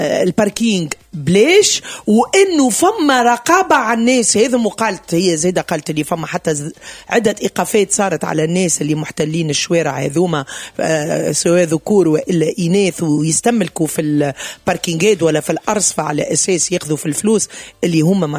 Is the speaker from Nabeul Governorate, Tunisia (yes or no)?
no; La Goulette, Tunis Governorate, Tunisia; بلدي تونس بلدي حلق الواد دونك جي كومبري اللي بلدي تونس